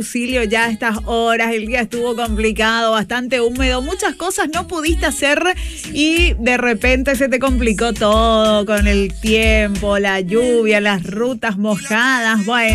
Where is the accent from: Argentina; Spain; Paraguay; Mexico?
Paraguay; nuestro querido, hermoso Paraguay.